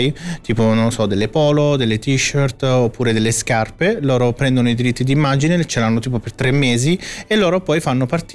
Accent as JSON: {"language": "Italian", "town": "Naples", "region": "Campania", "country": "Italy", "said": "perché anche a me piace tanto cucinare da buon napoletano quale sono."}